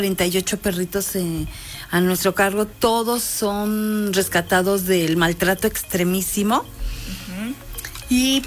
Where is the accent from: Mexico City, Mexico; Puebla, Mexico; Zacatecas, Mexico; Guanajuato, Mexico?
Puebla, Mexico; Sí, soy de Puebla.